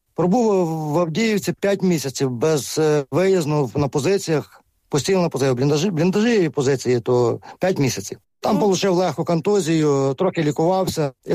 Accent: Volyn Oblast, Ukraine; Я сам з Волині, з Рішенського району.

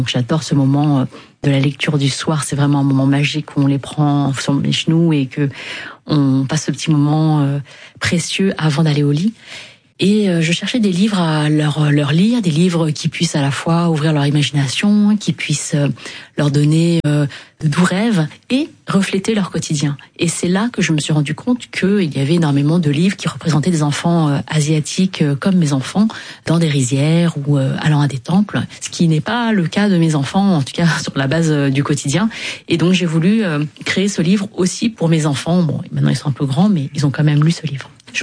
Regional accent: France; born there; que nos parents sont nés au Vietnam ou ailleurs, que nous on est nés en France, on envie cette vietnamité

